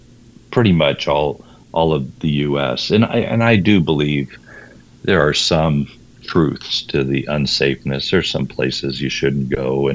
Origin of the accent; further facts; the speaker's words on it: California, United States; So being born and raised in California